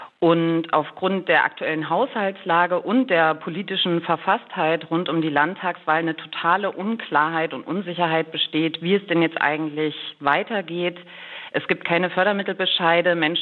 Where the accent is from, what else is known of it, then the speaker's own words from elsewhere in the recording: Magdeburg, Saxony-Anhalt, Germany; Tatsächlich komme ich aus Magdeburg